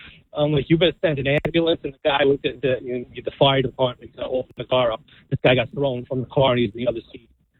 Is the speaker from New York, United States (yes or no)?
yes; New York, United States; now in Washington Crossing, Pennsylvania, United States; I'm from New York originally.